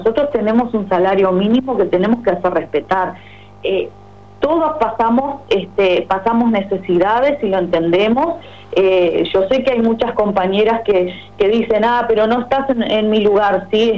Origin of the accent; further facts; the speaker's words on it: Melo, Cerro Largo, Uruguay; moved away as an adult; now in Montevideo, Uruguay; Melo, de donde vengo yo, Rivera, Artigas, pueblos del interior profundo